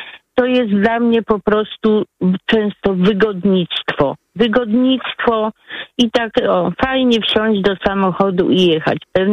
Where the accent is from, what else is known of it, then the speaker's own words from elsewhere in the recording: Radom, Masovian Voivodeship, Poland; No ja jestem spod Radomia, niedaleko Radomia.